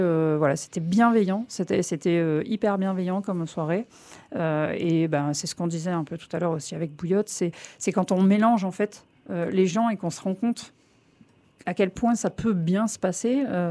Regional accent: Toulon, Provence-Alpes-Côte d'Azur, France; Enfin, nous, on est de Toulon, depuis des années, et en fait, on voit les jeunes partir, quoi.

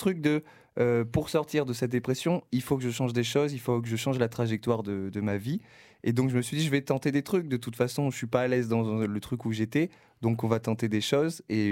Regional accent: La Seyne-sur-Mer, Provence-Alpes-Côte d'Azur, France; also born or lived in Sanary / Toulon; now in Paris, France; Je suis originaire du sud-est, du Var. Alors pour préciser, je suis né à La Seyne-sur-Mer, mais j'ai grandi entre Sanary, La Seyne et Toulon, voilà.

